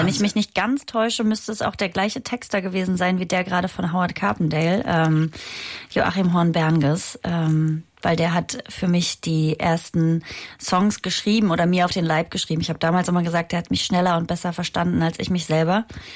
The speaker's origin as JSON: {"language": "German", "town": "Halberstadt", "region": "Saxony-Anhalt", "country": "Germany", "tie": "born or raised there", "said": "weil ich ja am Wochenende in meiner Heimatstadt Halberstadt ein Open Air gespielt habe"}